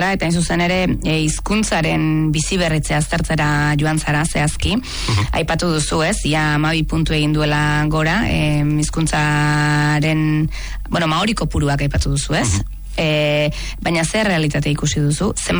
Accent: Basque Country, Spain; Euskal Herretik nator, gukera izkuntza, ez? Minorizatu batean bizi gara gu ere

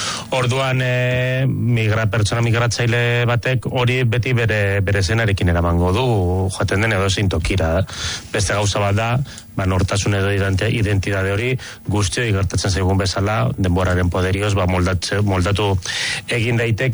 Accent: Basque Country, Spain; ni adibidez ni bakarrik euskaldun sentitzen naiz

